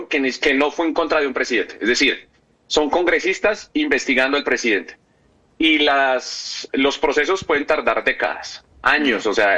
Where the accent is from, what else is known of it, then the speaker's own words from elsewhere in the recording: Colombia; moved away; Salimos de Colombia.